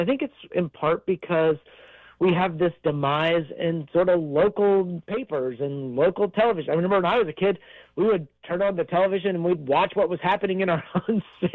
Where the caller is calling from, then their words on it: Alabama, United States; But I live in Alabama, so I'm calling in from Alabama.